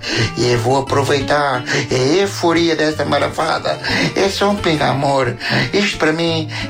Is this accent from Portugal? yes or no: yes; Albufeira, Algarve, Portugal; sou da Albufeira, pá.